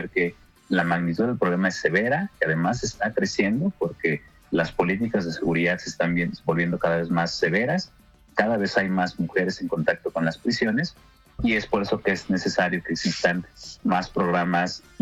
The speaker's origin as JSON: {"language": "Spanish", "country": "Mexico"}